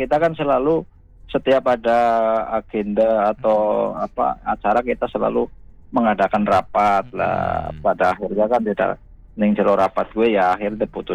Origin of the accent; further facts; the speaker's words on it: Purbalingga, Central Java, Indonesia; tujuannya kita akan menunjukkan jati diri kita orang Purbalingga